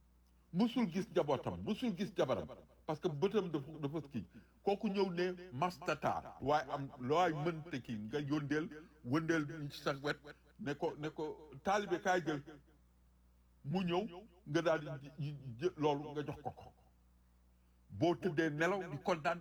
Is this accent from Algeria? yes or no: no; Senegal; En tant que Sénégalais